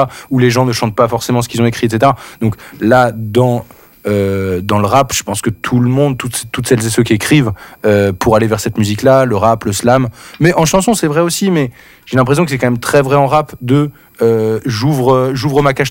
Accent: Hauts-de-France, France; born there; c'est le nom d'une rivière qui coule là où près de là où je suis né, dans le Pas-de-Calais, en Artois.

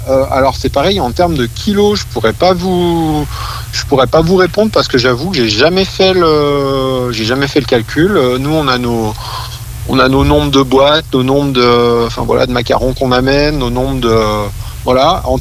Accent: Aix-les-Bains, Auvergne-Rhône-Alpes, France; je viens de Aix-les-Bains.

